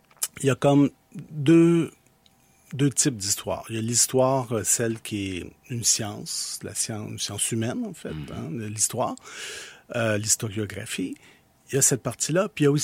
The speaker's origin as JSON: {"language": "French", "town": "Montreal", "region": "Quebec", "country": "Canada", "tie": "born there", "said": "Je suis donc né à Montréal, dans le quartier de Rosemont."}